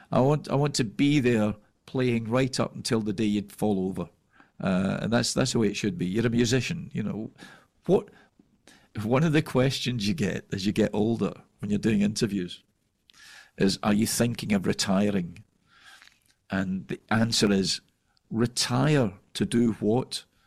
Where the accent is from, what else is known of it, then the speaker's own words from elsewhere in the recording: Scotland, United Kingdom; they were a well-known band in Scotland, my home country at the time.